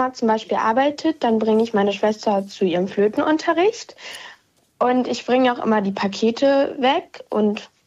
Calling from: Hamburg, Germany; Ich bin 12 Jahre alt und komme aus Hamburg.

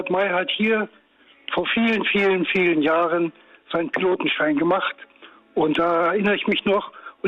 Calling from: Mariensiel, Lower Saxony, Germany; ich rufe aus Mariensiel an, das liegt bei Wilhelmshaven.

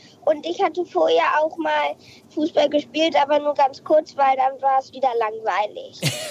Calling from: Lower Saxony, Germany; Aus Pese, Landkreis Gifhorn.

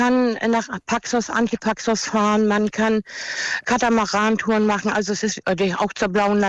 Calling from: Northern Germany, Germany; Und das als Norddeutsche.

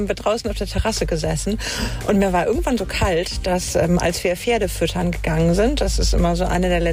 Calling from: Schleswig-Holstein, Germany; bin ich aus Brickendorf.

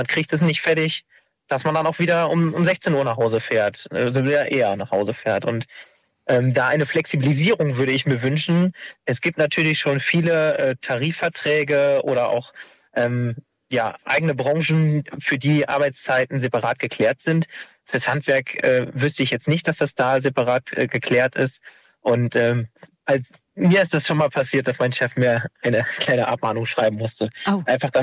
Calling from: Bad Laer, Lower Saxony, Germany

